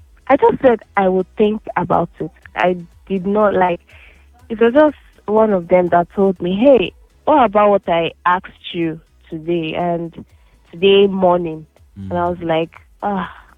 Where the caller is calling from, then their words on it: South West England, United Kingdom; I'm calling from Somerset.